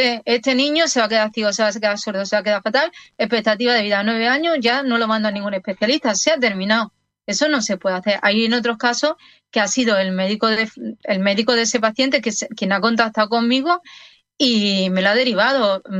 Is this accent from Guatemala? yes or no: no; Seville, Andalusia, Spain; yo soy de origen sevillano.